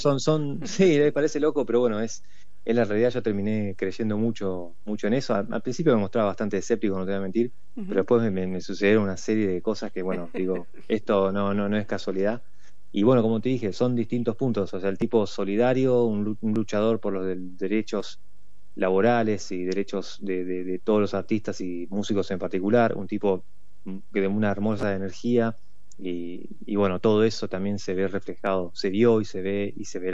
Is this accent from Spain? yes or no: no; Buenos Aires, Argentina; Yo soy de Villa Crespo, vivo en el barrio de Villa Crespo.